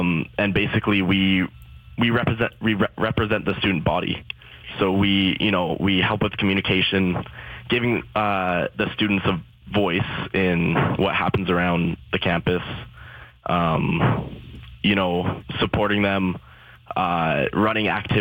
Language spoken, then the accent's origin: English; Calgary, Alberta, Canada; I'm originally from Calgary, Alberta.